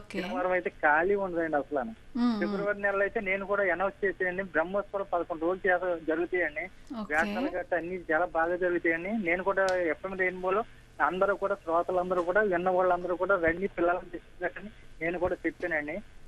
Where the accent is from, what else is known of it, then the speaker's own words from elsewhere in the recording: Rajahmundry, Andhra Pradesh, India; ఇక పోతే మాది ఆంధ్రప్రదేశ్ అండి, రాజమండ్రి అండి.